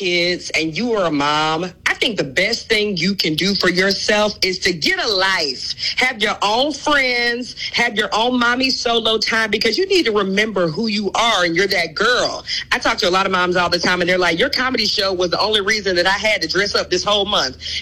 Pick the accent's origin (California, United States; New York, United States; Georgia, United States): Georgia, United States; moved away; I'm originally from Georgia, so my whole family back home is rooting for me.